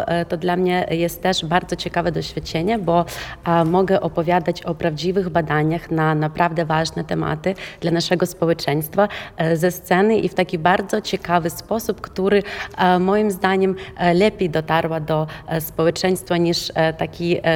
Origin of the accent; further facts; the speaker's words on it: Ukraine; now in Berlin, Germany; Ja zajmuję się badaniami w Berlinie. Jestem neuronaukowczynią z Ukrainy, która pracuje w jednym z największych szpitali w Europie